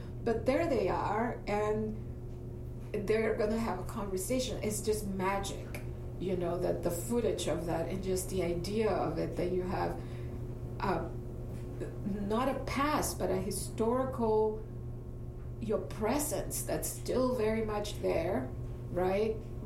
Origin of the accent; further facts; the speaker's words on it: El Salvador; moved away; I was from El Salvador, but I was Latin American.